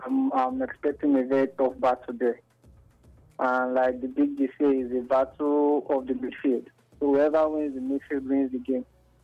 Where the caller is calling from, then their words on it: Italy; I'm calling from Italy.